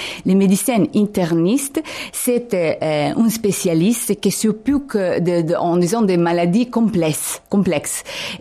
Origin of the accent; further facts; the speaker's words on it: Italy; Oui, je suis italienne.